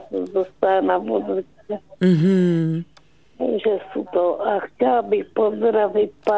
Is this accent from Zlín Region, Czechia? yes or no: yes; Velké Karlovice, Zlín Region, Czechia; born there; moved away; Já jsem jezdila na Valachy do Velkých Karlovic. Tam jsem se narodila, tak jsem tam jezdila na pouť.